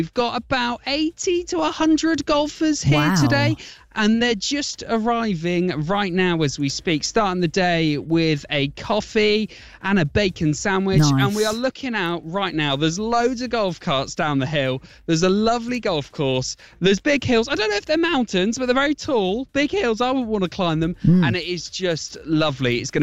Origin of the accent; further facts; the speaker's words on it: Sennelager, North Rhine-Westphalia, Germany; And that is when I was a military child. I grew up in Sennelager in Germany.